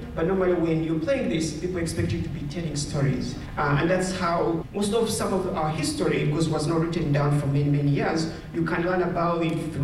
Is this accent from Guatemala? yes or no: no; Uganda; now in Western Massachusetts, United States; I'm from Uganda.